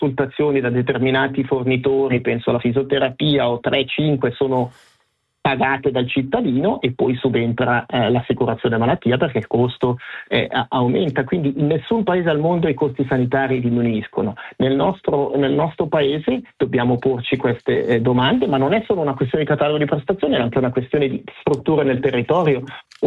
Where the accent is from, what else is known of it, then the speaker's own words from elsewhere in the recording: Ticino, Switzerland; Io ho il privilegio di essere chiamato come ticinese